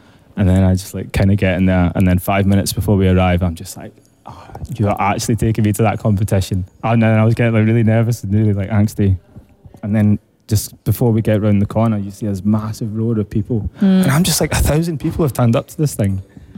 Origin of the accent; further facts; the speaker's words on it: Scotland, United Kingdom; accent: Scottish; So just so the audience know, I am Indian. In case the Scottish accent was getting anyone. But I am Indian.